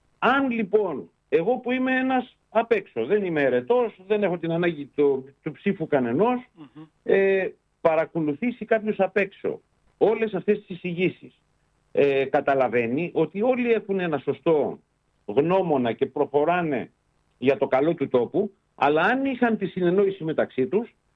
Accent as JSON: {"language": "Greek", "area": "Samos", "region": "North Aegean", "country": "Greece", "said": "σαν δημότης της Σάμου"}